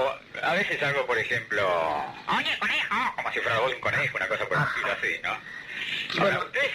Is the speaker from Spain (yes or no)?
yes; Galicia, Spain; Yo soy gallego, vengo de Galicia y pues vamos